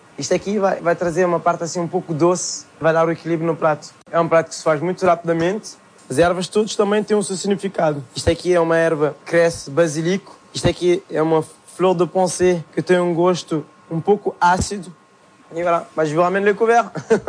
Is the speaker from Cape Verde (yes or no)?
yes; Cape Verde; Como todos sabem, vim de Cabo Verde, que a gente quando ia para a escola, então ao entrar da escola tem sempre pés de mangue perto da estrada.